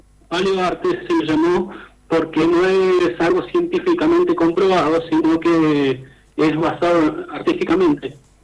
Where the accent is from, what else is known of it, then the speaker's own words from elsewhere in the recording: Zapala, Neuquén, Argentina; representar a mi pueblo acá, a Zapala.